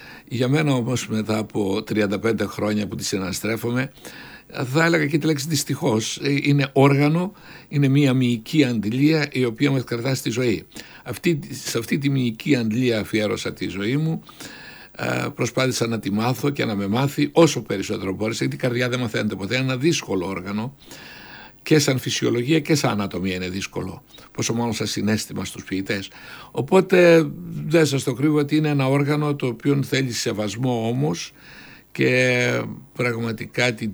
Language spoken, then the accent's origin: Greek; Polichnitos, North Aegean, Greece; born there; Γεννήθηκα στον Πολυχνίο της Μυτιλίνης, ένα χωριό ωραιότατο τότε.